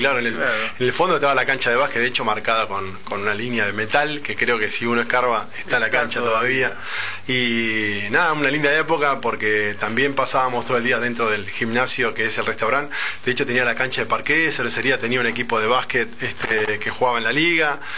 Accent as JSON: {"language": "Spanish", "town": "Quilmes", "region": "Buenos Aires Province", "country": "Argentina", "tie": "born or raised there", "said": "Bueno, nací en Quilmes, en el hospital de Quilmes, justamente."}